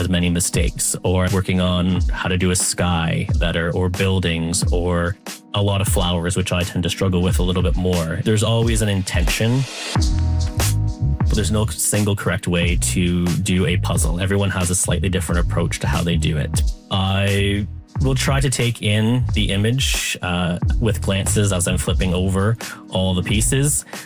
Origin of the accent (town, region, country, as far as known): Canada